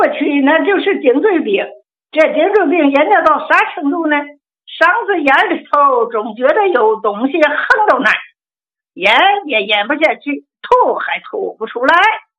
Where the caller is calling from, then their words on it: Feicheng, Shandong, China; 俺是泰安肥城市的，我今年72嘞。